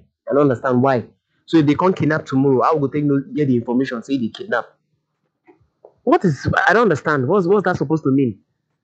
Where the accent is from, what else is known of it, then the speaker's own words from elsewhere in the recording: Nigeria; our right as Nigerian citizens of the country